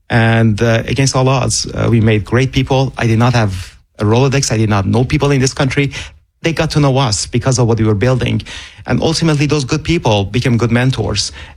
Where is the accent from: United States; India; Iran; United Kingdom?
Iran; born or raised there; English is a second language